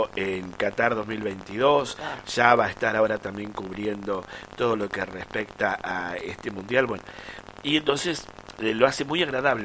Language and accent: Spanish; Argentina